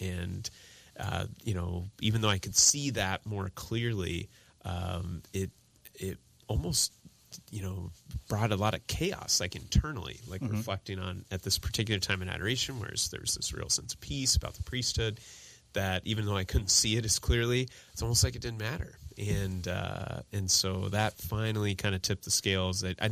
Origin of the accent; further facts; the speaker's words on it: Bothell, Washington, United States; I grew up in the Mill Creek Bothell area, and my home parish is St. Brendan's in Bothell, and also went to school there.